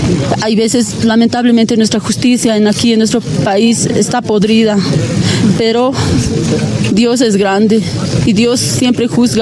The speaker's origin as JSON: {"language": "Spanish", "town": "Calamarca", "region": "La Paz", "country": "Bolivia", "tie": "born or raised there", "said": "de Calamarca. Hoy nos sentimos muy indignados porque ha fallecido uno de nuestros hermanos aquí de mi pueblo."}